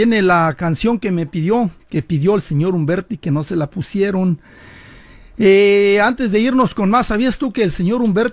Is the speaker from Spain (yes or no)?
no; Zacatecas, Mexico; yo también soy de Zacatecas